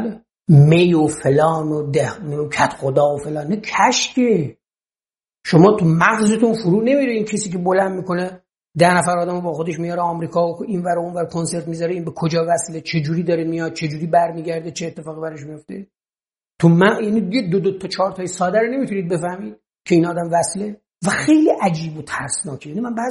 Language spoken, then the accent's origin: Persian; Gilan, Iran; خب بچه گیلانم